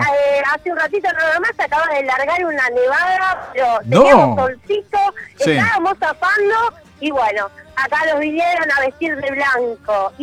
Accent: Buenos Aires, Argentina; now in Ushuaia, Argentina; Incluso yo vengo de Buenos Aires hace 15 años que vivo en esta bellísima ciudad de Ushuaia.

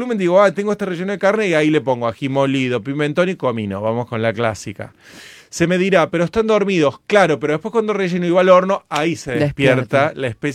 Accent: Córdoba, Argentina; Coprovinciana.

